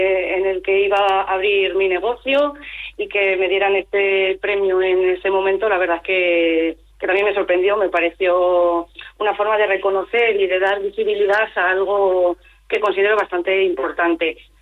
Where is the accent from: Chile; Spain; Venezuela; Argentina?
Spain; Logroño, La Rioja; Soy riojana, logroñesa. Bueno, con raíces también valencianas. Mi padre es riojano, de aquí de Logroño, y mi madre es de Valencia.